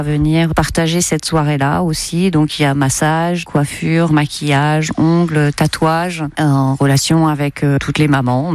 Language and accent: French; Nouvelle-Aquitaine, France; moved away as an adult; also born or lived in Great Britain; now in Dax, France; je viens d'une petite ville de Charente-Maritime